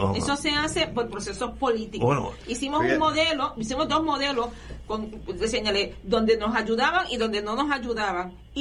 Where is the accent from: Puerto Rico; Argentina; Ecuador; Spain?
Puerto Rico